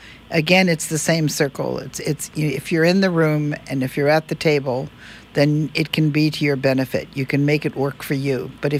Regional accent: Kaneohe, Hawaii, United States; born there; I was born in Kaneohe

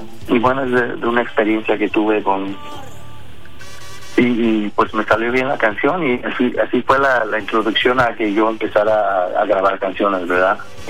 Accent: Chicago, Illinois, United States; born there; soy mexicano. Mis papás yo soy nacido aquí en Chicago, pero mi papá es de Michoacán, de Morelia, y mi mamá es de la capital.

